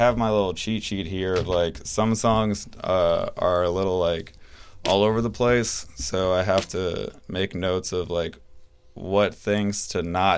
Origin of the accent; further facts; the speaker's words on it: Florida, United States; I'm from North Florida. So okay. Like raised in the swamp kind of thing.